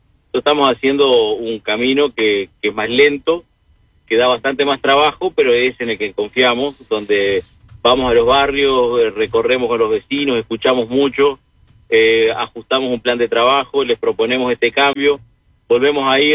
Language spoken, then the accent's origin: Spanish; Canelones, Uruguay; yo que vengo de Canelones, alguna localidad grande de Canelones